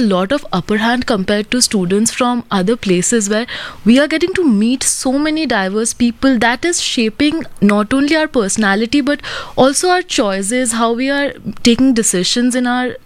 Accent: Kolkata, West Bengal, India; now in Bangalore, India; I'm from Kolkata, and coming from there, a city filled with so much culture, so much heritage, coming to a city like Bangalore

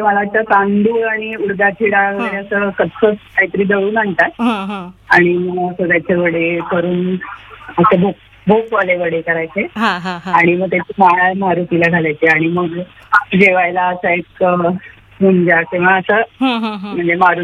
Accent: Kalyan, Maharashtra, India; आणि मी म्हणजे कल्याणला माझं माहेर आहे.

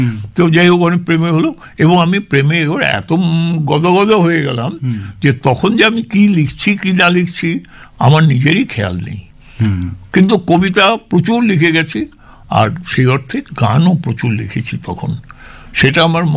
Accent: Bikrampur, Dhaka Division, Bangladesh; also born or lived in Kolkata, India; কিন্তু আমার শৈশব কেটেছিল পূর্ব বাংলার ঢাকা জেলার বিক্রমপুরে।

